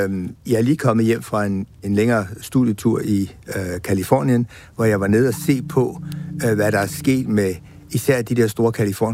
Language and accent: Danish; Central Denmark Region, Denmark; also born or lived in Frederiksberg / Humlebæk; Og så bliver … han bliver transplanteret over i Midtjylland, hvor jeg ikke kunne sproget, midt ud i en stor skov.